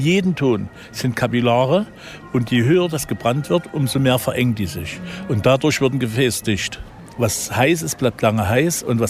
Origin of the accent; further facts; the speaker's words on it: Waldhaus, Thuringia, Germany; born there; Ich bin in Waldhaus geboren, ich bin der einzige Waldhaus. Das ist so ein Ort, 8 Kilometer von Greiz.